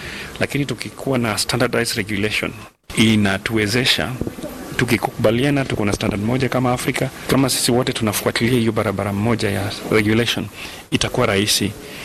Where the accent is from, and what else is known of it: Kenya